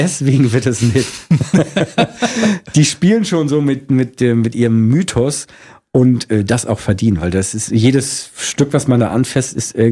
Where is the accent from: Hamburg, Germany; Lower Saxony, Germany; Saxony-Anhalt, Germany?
Hamburg, Germany; Da würde ich jetzt als Hamburger sagen, darauf bin ich natürlich sehr stolz.